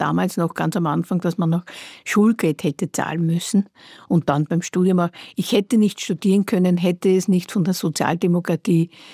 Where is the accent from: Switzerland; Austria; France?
Austria; Vienna; ich bin ja im alten Floridsdorf aufgewachsen. Ich bin ganz, ganz in der Nähe vom Spitz aufgewachsen, in einem Altbauhaus.